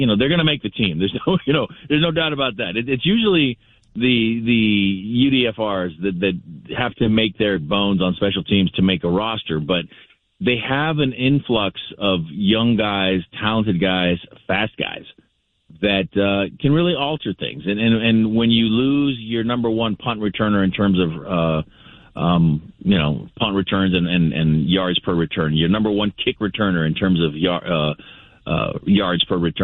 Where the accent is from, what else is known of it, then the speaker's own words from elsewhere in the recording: Barstow, California, United States; I was going to Raider games in the late 80s on a credential when I was in junior college for my hometown newspaper, the Barstow Desert Dispatch.